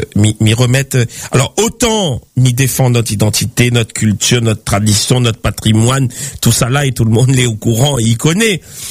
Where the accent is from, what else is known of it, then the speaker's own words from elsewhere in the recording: France; On est français.